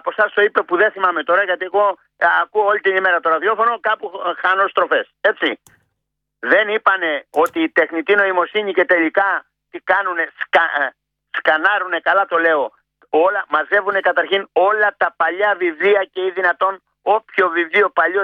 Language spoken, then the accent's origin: Greek; Kalavryta, Western Greece, Greece; κατάγομαι από Πελοπόννησο, Μανώλη, και από Καλάβρητα